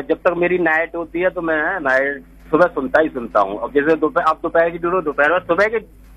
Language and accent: Hindi; Daranagar, Uttar Pradesh, India; now in Delhi, India; Sir मैं बदायूं उत्तर प्रदेश ग्राम Daranagar post जगत का रहने वाला हूँ।